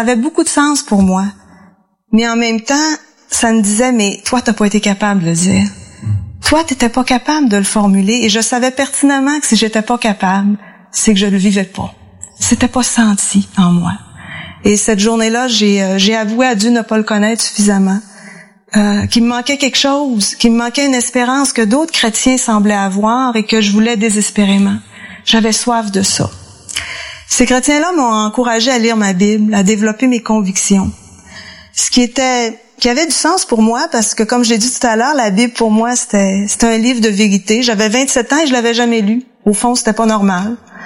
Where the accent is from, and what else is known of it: Saguenay, Quebec, Canada; born or raised there